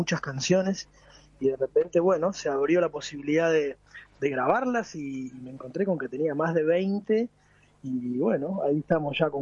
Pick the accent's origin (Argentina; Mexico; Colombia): Argentina; San Nicolás de los Arroyos, Buenos Aires Province; now in Buenos Aires, Argentina; yo soy de acá, yo soy de la tierra, soy del río, soy del interior, yo soy nacido en San Nicolás de los Arroyos, crecí cerca de los árboles, después me vine a vivir a Buenos Aires